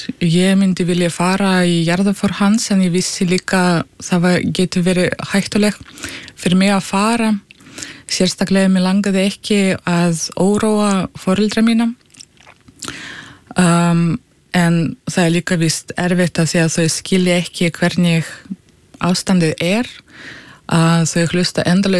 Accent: Russia; Icelandic is a second language; now in Iceland; Ég flutti sem sagt frá Rússlandi 2012 og í fyrra þegar ég fór að skrifa þessa bók það var svona fyrsta skipti þegar ég kom til Rússlands í svo langan tíma.

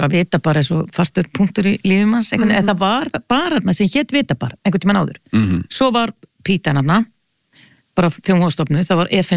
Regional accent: Hafnarfjörður, Capital Region, Iceland; alveg upp í Hafnarfirði, þannig ég var ekki daglegur gestur í borginni fyrir en ég var tvítug þegar ég flutt úr Hafnarfirði.

